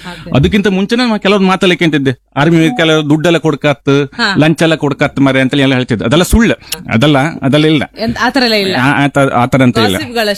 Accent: Koteshwara, Karnataka, India; born there; now in Basrur, India; ಮೊದಲು ಹುಟ್ಟಿದ್ದು ಕೋಟೇಶ್ವರ

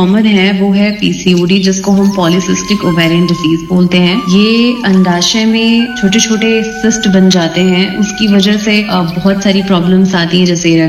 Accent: Lucknow, Uttar Pradesh, India; और मैं लखनऊ से हूँ

